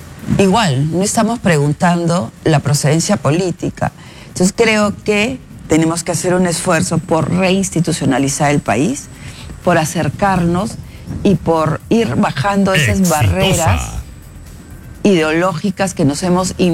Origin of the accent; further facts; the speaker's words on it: Piura, Peru; yo soy provinciana, yo soy piurana